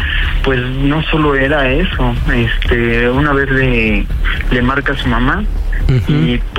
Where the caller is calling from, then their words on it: Chalco, State of Mexico, Mexico; Tengo 34 años, soy de Chalco.